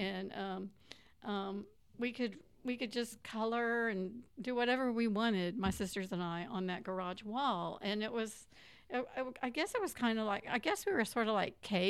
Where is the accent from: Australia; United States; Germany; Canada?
United States; Houston, Texas; also born or lived in North Carolina / Iowa / Dallas; Well, I grew up in Houston. I was actually born in North Carolina. My dad was in the service and he was stationed out there. But my family is from Houston. And so that's where I grew up.